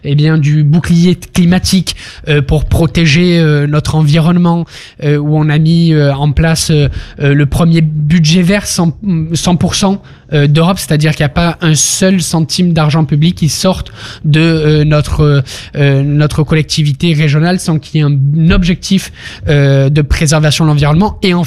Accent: Marseille, Provence-Alpes-Côte d'Azur, France; gamin, quand je jouais au foot, à Marseille

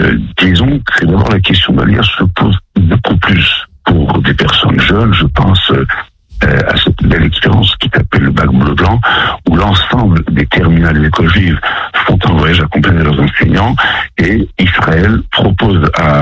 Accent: Nancy, Grand Est, France; born there; also born or lived in Lyon; now in Paris, France; je suis né dans la connaissance historiale, j'ai grandi à Nancy, puis à Lyon

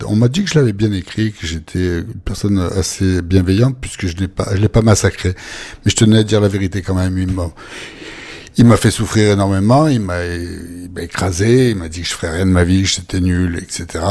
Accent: Marseille, Provence-Alpes-Côte d'Azur, France; born there; Je suis né à Marseille.

